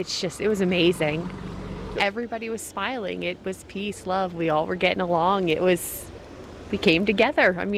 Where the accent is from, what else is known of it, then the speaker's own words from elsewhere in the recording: Fredericksburg, Virginia, United States; I'm from Fredericksburg, Virginia.